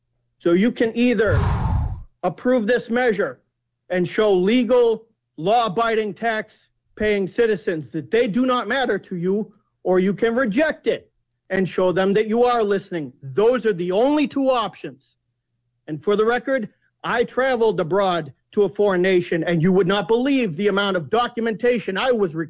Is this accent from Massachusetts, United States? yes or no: yes; Cape Cod, Massachusetts, United States; I'm born and raised on Cape Cod.